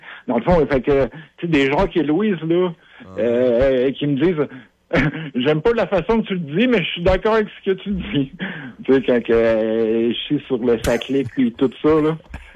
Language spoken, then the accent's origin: French; Quebec, Canada; je suis un Québécois, moi.